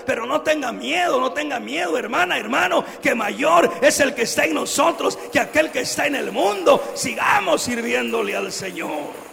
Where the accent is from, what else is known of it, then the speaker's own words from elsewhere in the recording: Guatemala; nuestra linda Guatemala